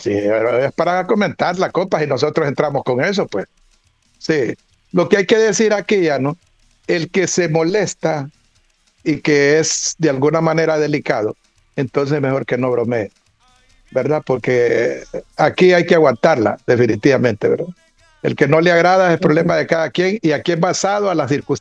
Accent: Honduras; soy hondureño. No soy ni brasileño, ni quiero estudiar portugués, como dijo Russell. No. Yo me siento feliz de ser hondureño

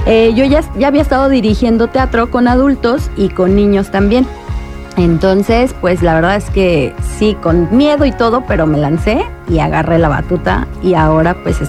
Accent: Mexico City, Mexico; moved away as an adult; now in Querétaro, Mexico; Yo soy de la Ciudad de México con sangre en las venas de Sinaloa y Sonora, porque mis papás son de allá. Y queretana, de verdad, queretana de corazón, hace 5 años que estoy acá.

